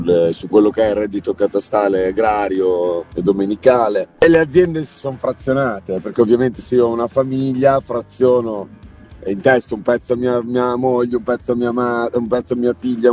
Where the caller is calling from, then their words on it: Bologna, Emilia-Romagna, Italy; sono bolognese.